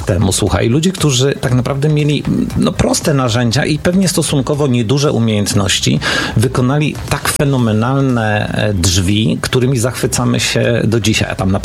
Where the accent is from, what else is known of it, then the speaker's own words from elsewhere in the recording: Płock, Masovian Voivodeship, Poland; tutaj u nas w Płocku